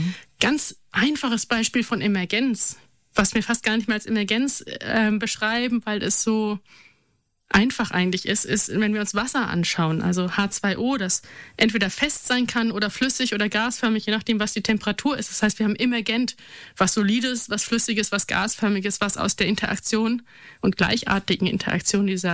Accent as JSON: {"language": "German", "country": "Germany", "tie": "born there", "said": "Ich bin in einer Welt aufgewachsen, als Westdeutsche"}